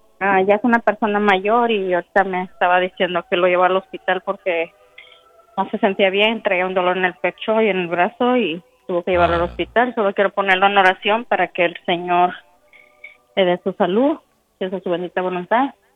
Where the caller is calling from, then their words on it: San Diego, California, United States; le hablo de San Diego, California.